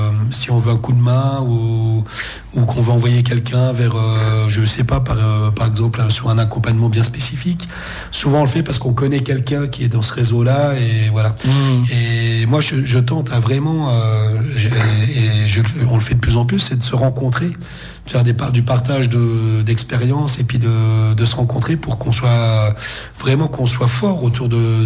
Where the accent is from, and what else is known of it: Nancy, Grand Est, France